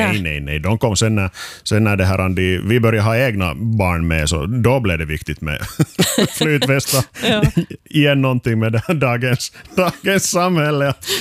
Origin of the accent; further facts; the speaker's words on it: Strömfors, Uusimaa, Finland; also born or lived in Mörskom; jag var fyra när vi flyttade från Mörskom till Strömfors. Och vi köpte också en sommarstuga där samtidigt.